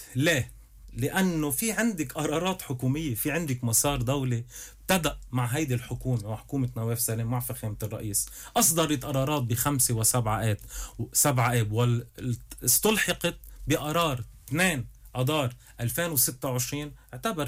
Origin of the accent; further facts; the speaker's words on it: Lebanon; نحن كلبناني